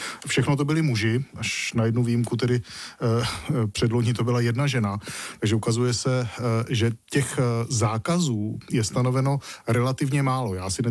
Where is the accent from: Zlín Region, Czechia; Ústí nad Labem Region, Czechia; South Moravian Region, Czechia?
South Moravian Region, Czechia; Brno; now in Prague, Czech Republic